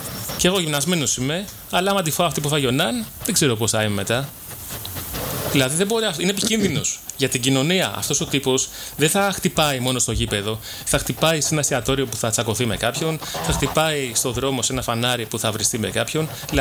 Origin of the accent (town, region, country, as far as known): Greece